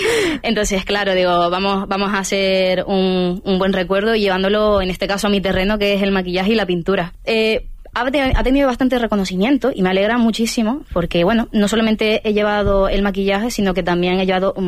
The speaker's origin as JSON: {"language": "Spanish", "region": "Canary Islands", "country": "Spain", "said": "Soy de Fuerteventura y tengo 21 años"}